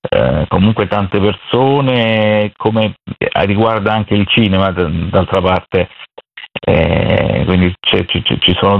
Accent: Rome, Lazio, Italy; Sì, io sono di Roma, però diciamo che da piccolo ho sempre passato le mie estati a Celleno.

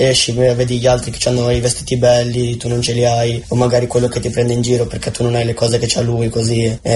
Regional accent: Pavia, Lombardy, Italy; Sono cresciuto a Pavia, tra la strada, poi io ho passato un po' di tempo a Genova, a Rimini, così ho girato un po' dappertutto.

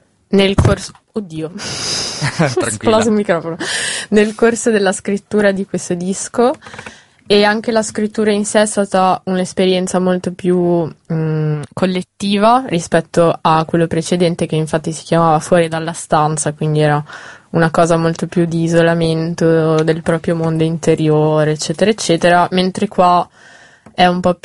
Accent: Desenzano del Garda, Lombardy, Italy; Ma anche perché io vengo dal Lago di Garda

